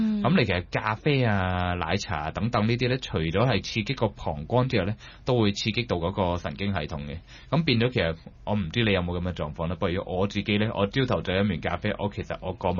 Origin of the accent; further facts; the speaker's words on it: China; 咁食饭我哋中国人咧好中意就饮汤啦，